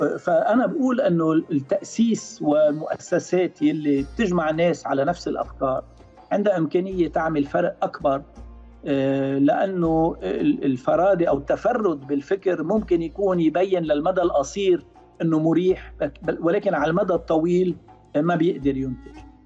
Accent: Lebanon; نحن لبنانيين وحدودنا معروفة

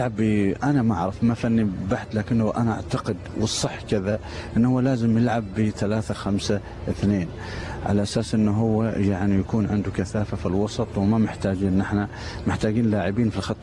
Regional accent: Oman; إحنا كعمانيين

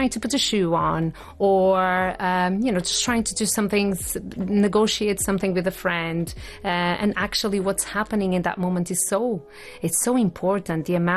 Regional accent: Porto, Norte, Portugal; now in Oman; Well, I am from Porto, from Portugal, and I've worked in education until now for about 25 years.

